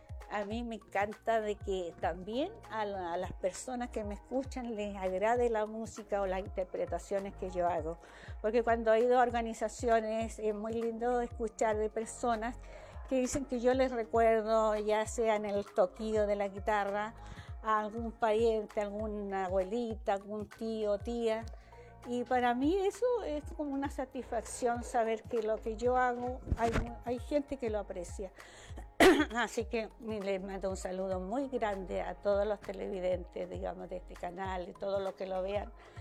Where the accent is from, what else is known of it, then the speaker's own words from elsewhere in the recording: Tomé, Biobío, Chile; mi Tomé acá, mi ciudad natal.